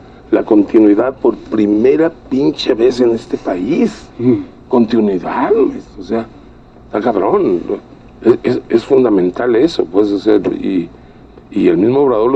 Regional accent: Ures, Sonora, Mexico; born or raised there; also born or lived in Hermosillo

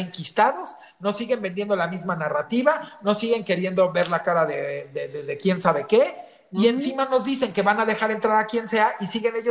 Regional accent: Mexico; la mayoría de los mexicanos y mexicanas coincidimos

